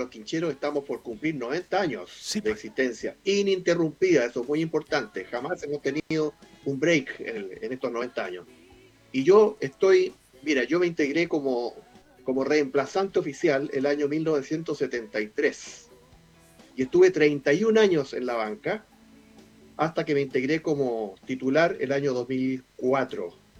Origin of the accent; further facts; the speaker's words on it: Valparaíso, Chile; born there; Yo nací en Valparaíso y viví algunos periodos de mi niñez en casa de mi abuelo